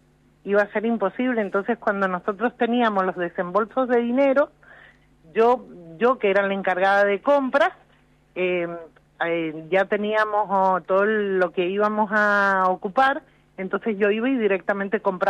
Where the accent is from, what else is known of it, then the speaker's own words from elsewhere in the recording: Rivadavia, Mendoza, Argentina; Nosotros somos del este, de Rivadavia.